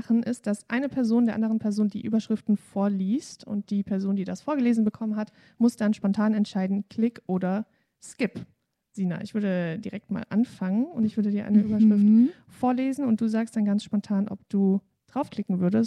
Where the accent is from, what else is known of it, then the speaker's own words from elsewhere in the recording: Swabia, Germany; born there; Ich bin auch Schwäbin, ja.